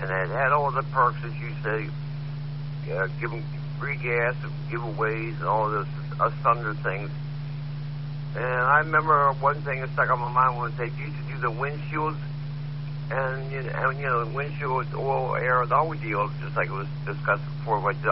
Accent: Hagerstown, Maryland, United States; I remember very well growing up in Hagerstown, Maryland, back in the 1960s.

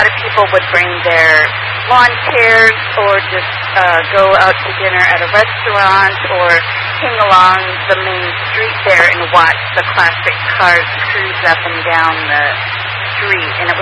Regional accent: Bishop, California, United States; also born or lived in Big Pine / Ridgecrest; I grew up all along 395. I was born in Bishop, and I lived there for a bit. We lived in Big Pine, and we lived in Ridgecrest as well.

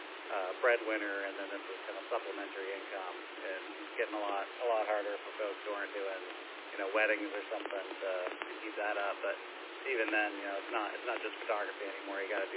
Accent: Mansfield, Texas, United States; I grew up in Mansfield

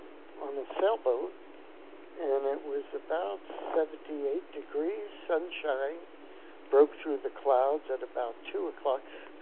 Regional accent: Long Island, New York, United States; moved away; also born or lived in Santa Barbara, California / Sonoma, California; I grew up on Long Island, New York, and came out in 1968, and then went to school at Sonoma, up at Cotati, California.

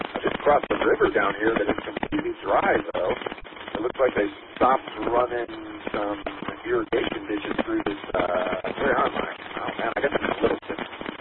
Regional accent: Colorado, United States; I grew up in Colorado

